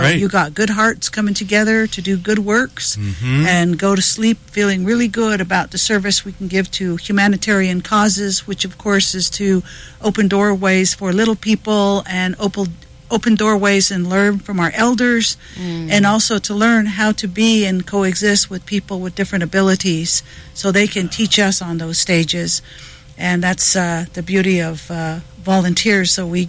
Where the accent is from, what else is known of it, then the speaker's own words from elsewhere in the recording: Shiprock, New Mexico, United States; born there; also born or lived in Big Mountain, Arizona / Black Mountain, Arizona; my traditional relatives and my homelands are Big Mountain and Black Mountain within the four corners of the Navajo Nation. On the Arizona side, I was born on the Shiprock, New Mexico side.